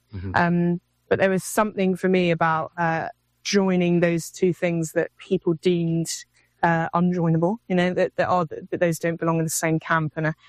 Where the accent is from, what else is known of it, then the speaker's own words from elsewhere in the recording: Dorking, South East England, United Kingdom; I grew up in Surrey in England. I want to say it's not a sleepy town. It's a smaller town called Dorking